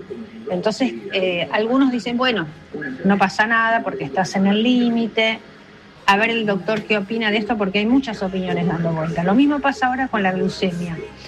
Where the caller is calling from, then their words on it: La Plata, Buenos Aires Province, Argentina; de La Plata.